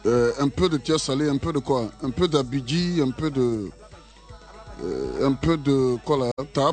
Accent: Lagunes, Côte d’Ivoire; Moi je suis à Djoukrou, c'est précis, c'est voilà.

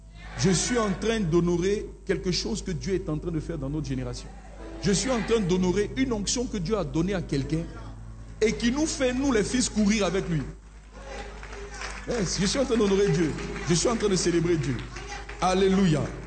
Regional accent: Abidjan, Côte d’Ivoire; accent: language of Yopougon

